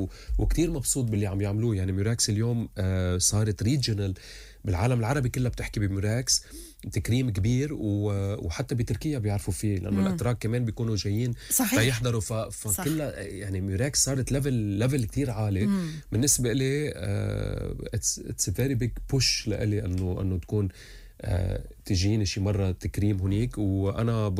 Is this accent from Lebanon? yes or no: yes; Lebanon; moved away; هذا بيرفع بخلينا ننبسط كلبنانيه